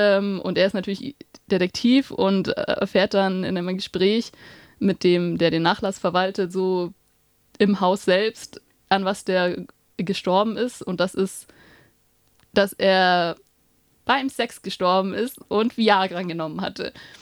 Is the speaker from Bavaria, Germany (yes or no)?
yes; Bavaria, Germany; Ich kann es so mit meiner Heimat vergleichen. Da muss ich jetzt politisch werden. Wir sind in Bayern.